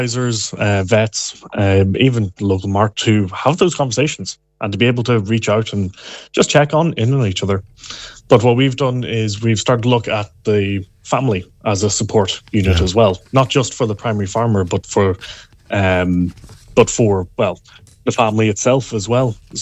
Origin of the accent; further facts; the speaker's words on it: Ireland; we have this tie to the land that, especially as Irish people, it's part of us.